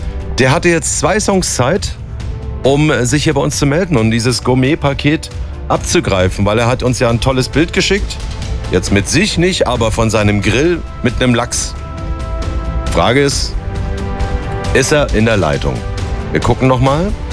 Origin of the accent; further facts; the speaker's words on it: Bürstadt, Hesse, Germany; weil ich komme ja aus Bürstadt